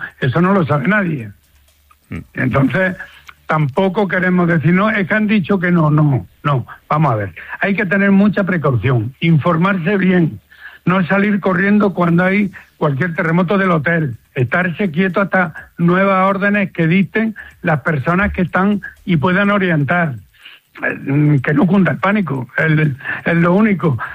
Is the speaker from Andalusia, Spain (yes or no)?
yes; Granada, Andalusia, Spain; los primeros asustados somos los granadinos